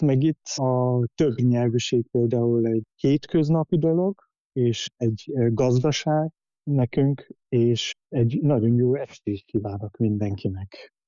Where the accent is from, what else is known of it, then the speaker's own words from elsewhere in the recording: Oberwart, Burgenland, Austria; born there; Hungarian is a second language; én meg Felső Őrben születtem, és az édesanyám magyar, és tőle is tanultam egy kicsit magyarul.